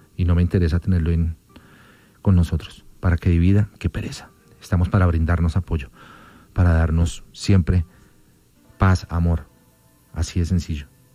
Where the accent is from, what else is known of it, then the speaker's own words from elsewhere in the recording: Colombia; somos colombianos, amigos, colombianos.